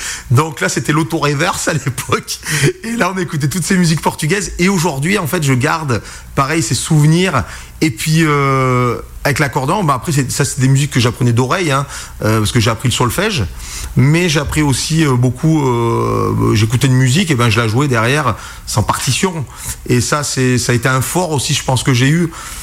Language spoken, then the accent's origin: French; Beaumont, Auvergne-Rhône-Alpes, France; born there; ici l'Auvergnat portugais. Pourquoi? Parce que je suis d'origine portugaise par mes parents et je suis né à Beaumont en Auvergne.